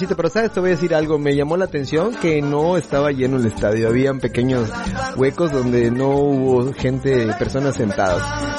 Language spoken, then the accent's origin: Spanish; Mexico